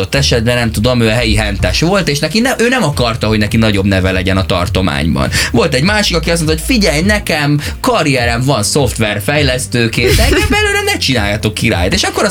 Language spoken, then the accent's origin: Hungarian; Budapest, Hungary; born there; én a Ján Ferenc kórházban születtem.